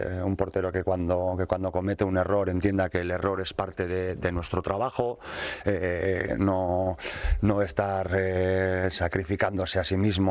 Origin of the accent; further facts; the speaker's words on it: Irún, Basque Country, Spain; moved away; Yo soy de Irún.